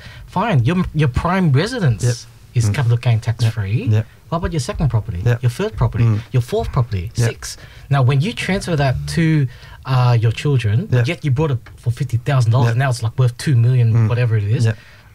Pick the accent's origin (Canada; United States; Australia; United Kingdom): Australia; I'm Australian.